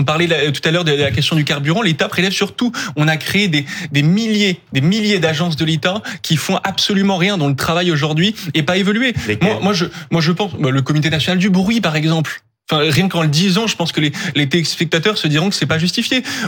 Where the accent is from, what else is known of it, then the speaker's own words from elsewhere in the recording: Occitanie, France; Moi, je viens du Tarn, un département où tous les services publics ont disparu.